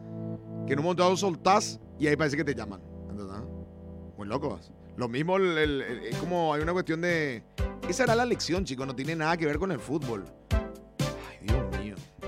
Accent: Paraguay

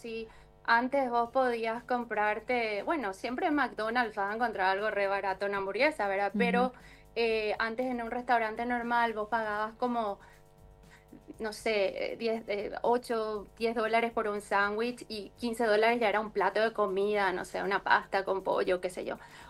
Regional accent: Paraguay; moved away; todos los paraguayos que estábamos ahí, vamos a cantar.

